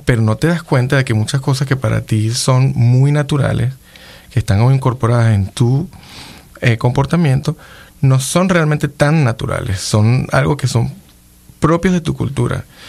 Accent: Venezuela; No es que yo esté loco, no, es que yo soy muy venezolano.

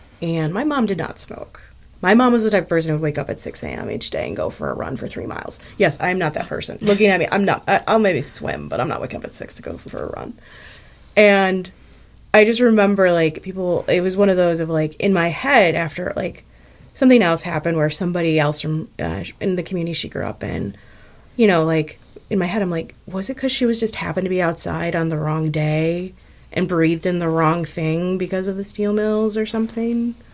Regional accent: United States; I grew up in the city. I grew up on the far south side. I grew up in Beverly

